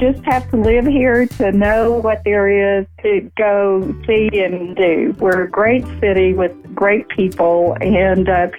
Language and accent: English; Lubbock, Texas, United States; From Lubbock, Texas. We were voted as the most boring city in the United States.